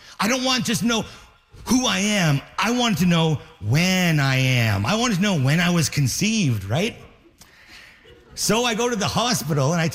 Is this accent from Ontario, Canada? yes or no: no; Inuvik, Northwest Territories, Canada; I'm from Inuvik Northwest Territories, which is it's in the high Arctic. It's in the north. We're not so far up there.